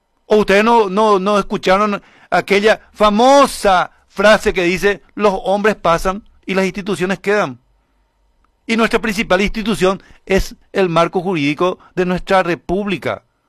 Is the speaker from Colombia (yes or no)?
no; Paraguay